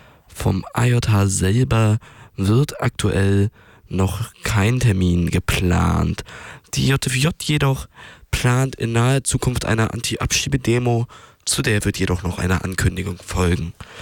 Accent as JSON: {"language": "German", "country": "Germany", "said": "wir als Deutsche uns unserer Verantwortung bewusst sind"}